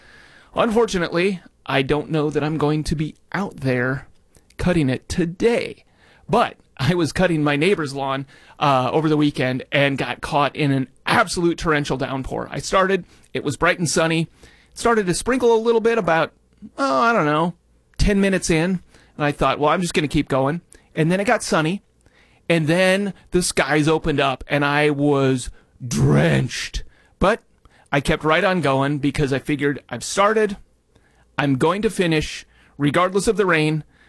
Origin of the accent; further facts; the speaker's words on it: Minnesota, United States; born there; my home state, the state of Minnesota